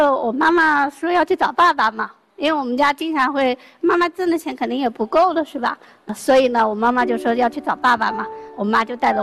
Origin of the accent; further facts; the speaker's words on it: Shangrao, Jiangxi, China; 我来自江西上饶，然后我是在一个仓库里搬螺丝的。